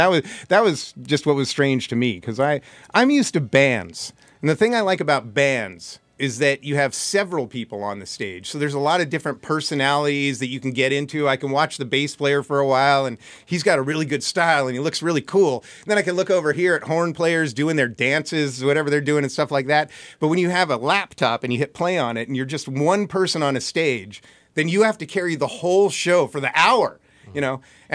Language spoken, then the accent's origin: English; Davis, California, United States; I grew up in Davis, California, moved here in the 70s, 1972.